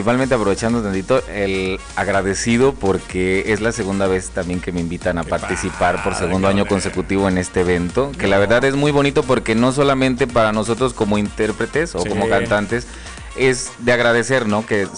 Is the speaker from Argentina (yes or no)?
no; Mexico; nos distingue a todos como mexicanos